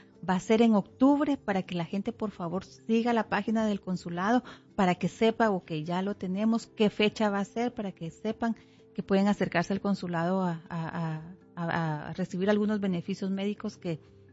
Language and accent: Spanish; Guatemala; moved away; si yo vivo en Guatemala, en las elecciones pasadas, mi información está que yo vivo en Guatemala. Pero ahora vivo acá